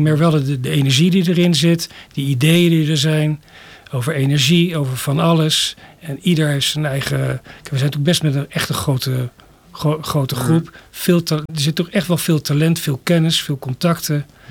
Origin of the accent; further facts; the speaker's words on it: The Hague, South Holland, Netherlands; moved away as an adult; now in Veldhoek, Netherlands; woon er sinds, even kijken, 2014. Daarvoor kwam ik oorspronkelijk uit Den Haag. En ik wilde daar weg. Ik wilde eens kijken wat er nog meer eigenlijk in Nederland te beleven was. En dan heb ik Nederland rondgereden. En ik kwam in de Achterhoek.